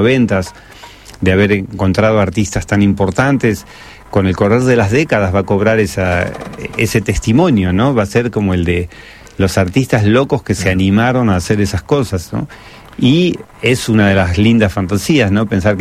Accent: Buenos Aires, Argentina; also born or lived in Caballito, Buenos Aires; si bien nací en Caballito, estábamos en los monoblocks de Saavedra, ¿no? Sí. Que en ese momento no era la Saavedra chic de la actualidad

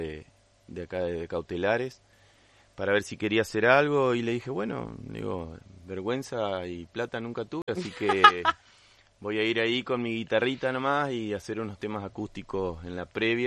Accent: Entre Ríos, Argentina; also born or lived in Río Gallegos; aunque yo soy entrerriano por adopción.

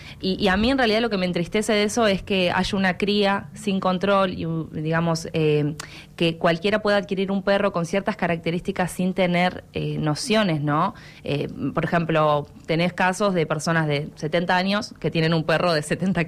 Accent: Trelew, Chubut, Argentina; Yo soy nacida y criada acá en Trelew

